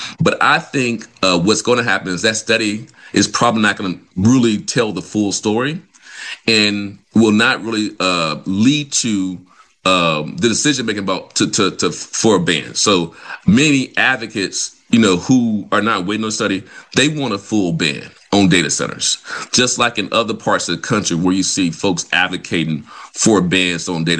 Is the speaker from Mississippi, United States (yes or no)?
yes; Vicksburg, Mississippi, United States; Like, I'm from Mississippi, so I'm from Vicksburg.